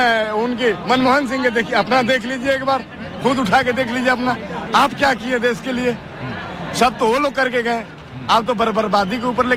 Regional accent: Bihar, India; हम तो बिहार से हैं जी सर, हम लोग आए हैं बस छात्र अपना संगठन के साथ में आए हैं

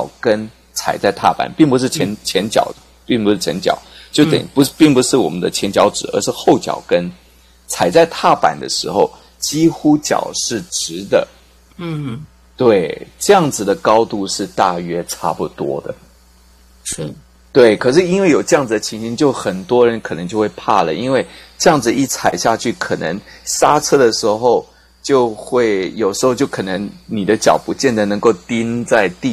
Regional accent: China; 他其实我们中国人也有约骑啦

